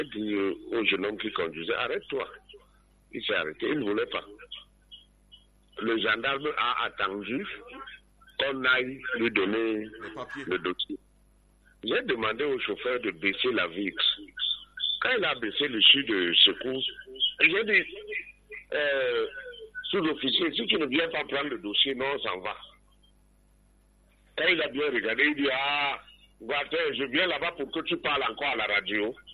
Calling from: Yaoundé, Centre, Cameroon; Je suis à Yaoundé.

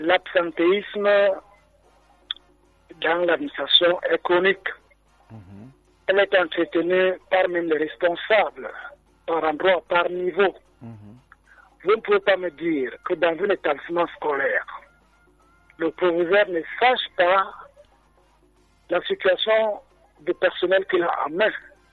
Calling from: Yaoundé, Centre, Cameroon; Oh, je suis à Essos.

